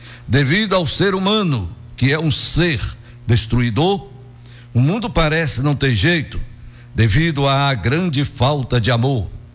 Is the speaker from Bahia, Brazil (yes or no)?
yes; Caetité, Bahia, Brazil; moved away; Sou registrado como filho da cidade de Caetité, cidade histórica, agora com mais de 217 anos, né? De emancipação política, situada no interior da Bahia, na região sudoeste